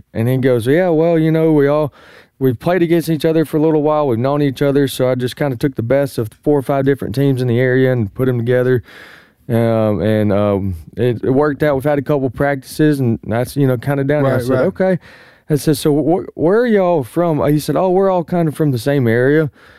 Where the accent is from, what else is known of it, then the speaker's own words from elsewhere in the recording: Tupelo, Mississippi, United States; I said, "We're from Tupelo, Mississippi." And he said, "Where's that?"